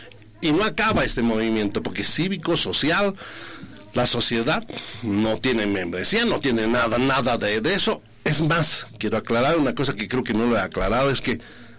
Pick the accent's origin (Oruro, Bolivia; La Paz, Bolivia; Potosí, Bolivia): Potosí, Bolivia; yo estoy hablando por mi pueblo